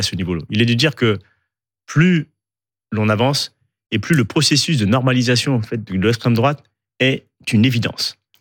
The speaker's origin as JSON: {"language": "French", "town": "Saint-Denis", "region": "Île-de-France", "country": "France", "tie": "born or raised there", "also_born_or_lived": "Pierrefitte-sur-Seine", "said": "dans les quartiers dans lesquels j'ai grandi, à Saint-Denis, à Pierrefitte-sur-Seine, dans les quartiers populaires"}